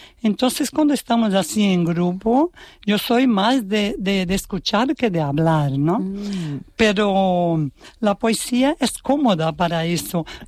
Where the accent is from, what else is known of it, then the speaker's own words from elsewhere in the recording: Brazil; moved away as an adult; nací en Brasil, entonces yo viví allí hasta los 18 años.